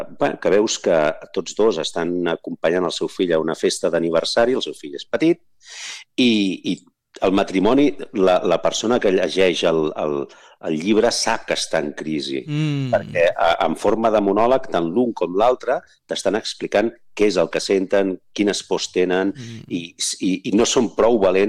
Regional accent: Sant Joan de les Abadesses, Catalonia, Spain; vaig fer una celebració de gent que fèiem 50 anys al meu poble, que és Sant Joan de les Abadesses

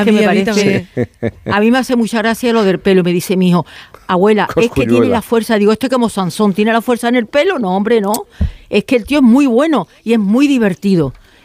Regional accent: Málaga, Andalusia, Spain; Yo soy de Málaga, pues yo quiero que gane España.

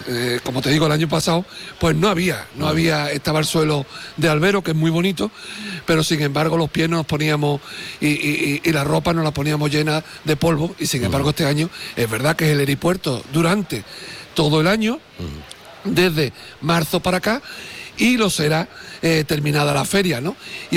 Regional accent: San José del Valle, Andalusia, Spain

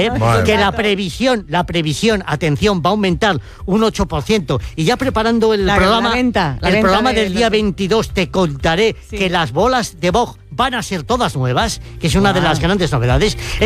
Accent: Fermoselle, Castile and León, Spain; Y es el incendio de mi tierra, en Fermoselle.

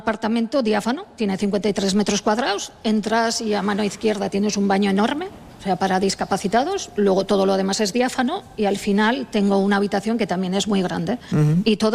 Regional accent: Mutriku, Basque Country, Spain; now in Lasarte, Spain; Sí, yo soy de Mutricu, pero llevaba 10 años y medio viviendo en Lasarte en un alquiler privado.

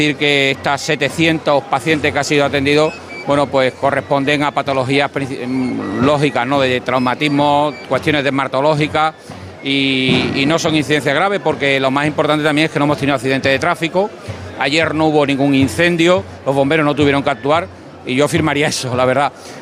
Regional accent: Jerez de la Frontera, Andalusia, Spain; Bueno, claro, yo soy hermano de Jerez, soy jerezano.

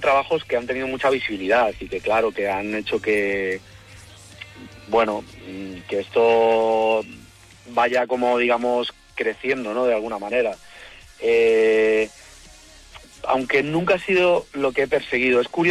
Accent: Castilla-La Mancha, Spain; no sabíamos que éramos de La Mancha ninguno de los dos, y curioso, y fue ya cuando de repente desvelamos de dónde somos, que flipamos, claro, los dos, imagínate, porque yo estudié en su pueblo y él venía de pequeño a mi pueblo

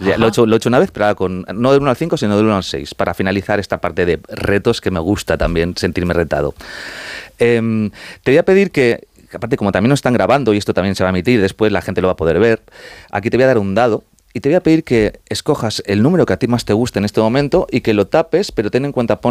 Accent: Madrid, Community of Madrid, Spain; mis padres son argentinos, yo soy madrileño.

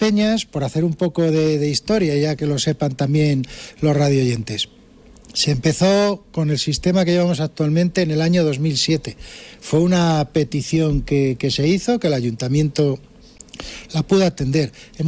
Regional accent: Arcas, Castilla-La Mancha, Spain; Yo siempre digo, somos de Arcas, vivimos en Arcas, estamos en Arcas. Y para nosotros Arcas es una localidad, un pueblo, por el volumen de población, aunque sean 2.600, pero seguimos siendo un pueblo.

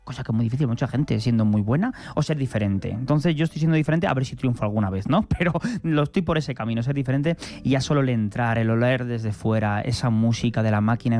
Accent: Tizneros, Castile and León, Spain; Yo soy de Tizneros, un pueblo de Segovia, ¿entiendes?

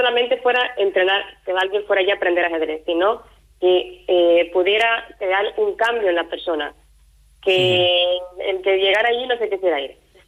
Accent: Cuba; now in Spain; Sí, yo salí de Cuba sola. O sea, llegué aquí prácticamente por la agrupación familiar, ¿vale? Mi esposo es español.

